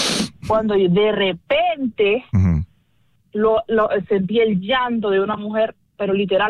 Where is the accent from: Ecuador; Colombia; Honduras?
Honduras; Hola, bueno, yo soy de Honduras.